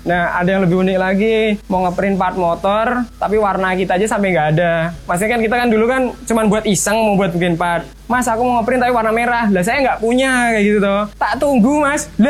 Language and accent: Indonesian; Bogor, West Java, Indonesia; also born or lived in Gunung Kidul; Dulu tuh saya kan lahir di Gunung Kidul, tapi emang kecilnya di Bogor.